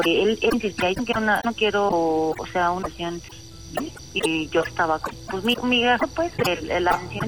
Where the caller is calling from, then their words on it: Guerrero, Mexico; Tengo 27 y hablo de Estado de Guerrero.